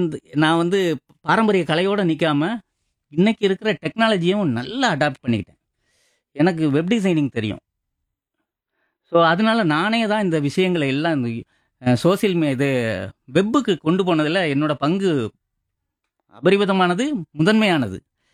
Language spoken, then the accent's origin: Tamil; Tamil Nadu, India; தமிழனாக பிறந்தோம், தமிழ்நாட்டு நம்ம தமிழ் கலைகளை பற்றி நல்லா தெரிஞ்சுக்கிட்டோம்.